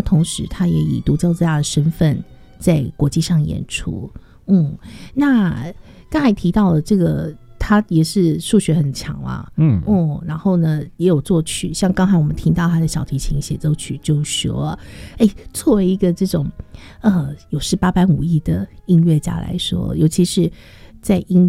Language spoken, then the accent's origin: Chinese; Taiwan